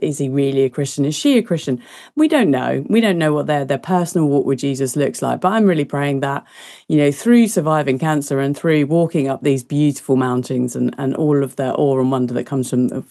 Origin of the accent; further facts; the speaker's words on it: London, United Kingdom; moved away as an adult; now in Cornwall, United Kingdom; Yeah, I mean, you know, moving from the capital to Cornwall definitely does give you